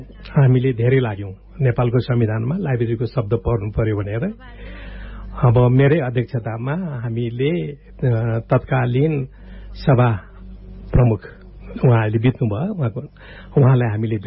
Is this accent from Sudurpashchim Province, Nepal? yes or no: no; Bagmati, Nepal; मेरो घर रामेछाप हो